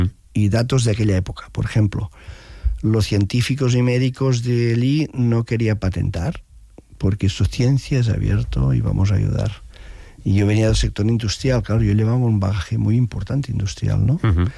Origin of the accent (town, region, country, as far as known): Arenys de Mar, Catalonia, Spain